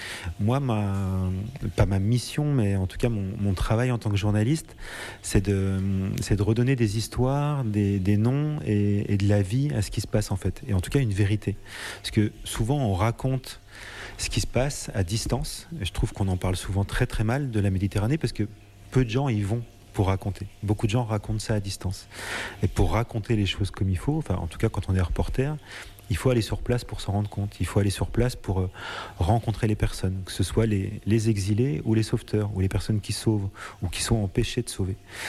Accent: Auvergne-Rhône-Alpes, France; now in Réunion, France; Alors moi, je viens de la montagne, je viens de Haute-Savoie au départ, donc la mer est très très loin pour moi.

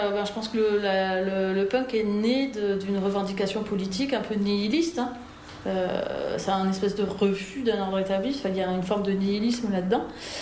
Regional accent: Nouvelle-Aquitaine, France; Et puis, par exemple, comme je viens du Pays Basque et que j'ai un peu grandi là-dedans, il y avait des choses qui étaient très revendications, très politiques, qu'on voyait.

